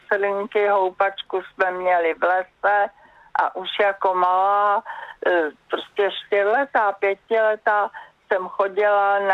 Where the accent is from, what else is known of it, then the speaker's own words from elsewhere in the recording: Prague, Czechia; Narodila jsem se v Radotíně, na idylickém místě, vrátka do lesa, tam chodili k plotu srnky, houpačku jsme měli v lese